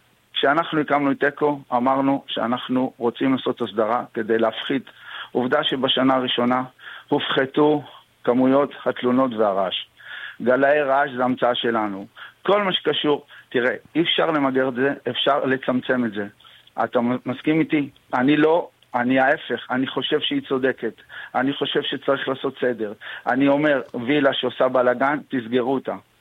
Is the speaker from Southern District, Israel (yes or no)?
yes; Eilat, Southern District, Israel; אני אילתי